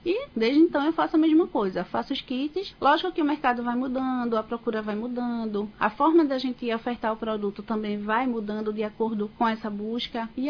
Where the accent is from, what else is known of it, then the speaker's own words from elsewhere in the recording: Bezerros, Pernambuco, Brazil; also born or lived in Recife; Minha família é toda de Bezerros, né? Eu sou nascida em Recife, criada em Bezerros.